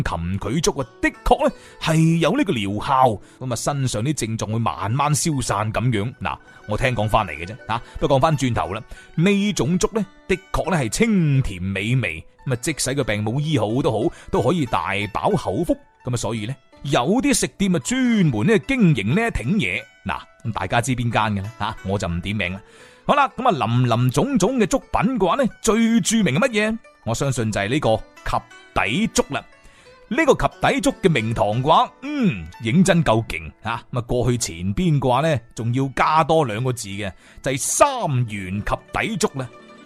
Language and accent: Cantonese; Guangzhou, Guangdong, China